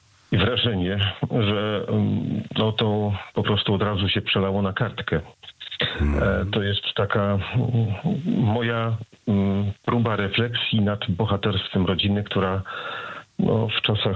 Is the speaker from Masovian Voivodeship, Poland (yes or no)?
yes; Józefów, Masovian Voivodeship, Poland; w Józefowie, skąd jestem, koło Otwocka.